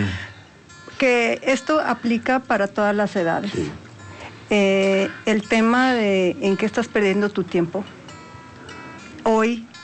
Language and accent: Spanish; Puebla, Mexico; also born or lived in Monterrey, Mexico; Pero a muy temprana edad mis papás decidieron venir a esta hermosa ciudad, a Puebla. Me quedé. Ellos se retiraron a Hermosillo, porque de allá es mi familia, de mi mamá. Pero pues yo ya soy naturalizada poblana.